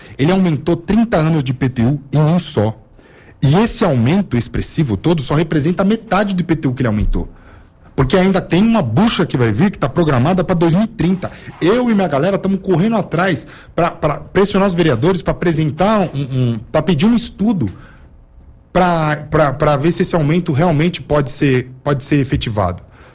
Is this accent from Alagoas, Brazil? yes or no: no; São Paulo, Brazil; Eu sou de São Paulo